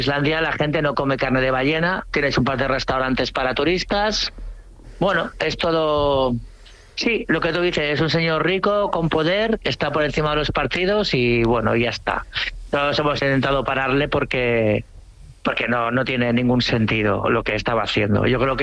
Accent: Cambrils, Catalonia, Spain; cuando llego a casa, a mi pueblo, a Cambrils

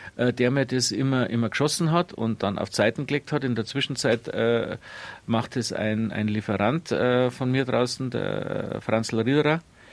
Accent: Bavaria, Germany; Also Real ist ein Pfifferling, wie man bei uns in Bayern sagt.

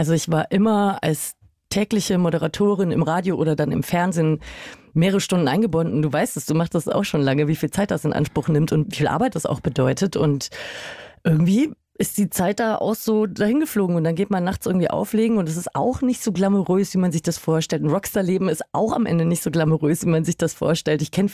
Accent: Weiden in der Oberpfalz, Bavaria, Germany; born there; Ja, mein Papa kommt daher. Ich habe da nie gewohnt, aber ich bin geboren in Weiden in der Oberpfalz.

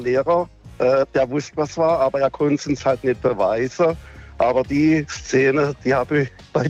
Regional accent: Baden-Württemberg, Germany; Ne, ich bin aus dem Badischen.

